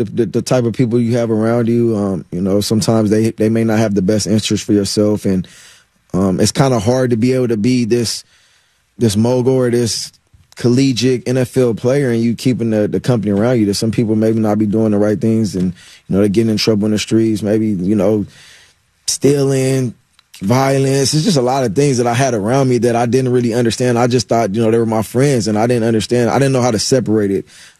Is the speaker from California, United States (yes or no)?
yes; Los Angeles, California, United States; born or raised there